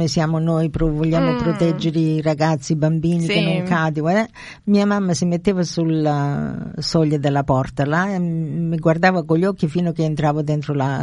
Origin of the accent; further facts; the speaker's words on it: Sicily, Italy; moved away; quando abitavo io in Italia, quando mi sono cresciuta in Italia